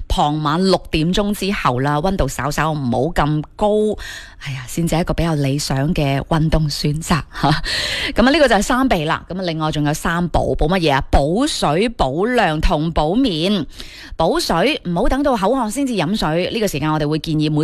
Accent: Guangdong, China; 我哋广东人都好智慧嘅。

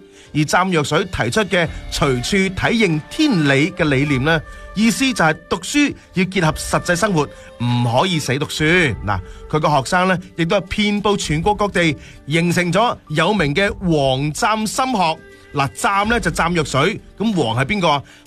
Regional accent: Foshan, Guangdong, China

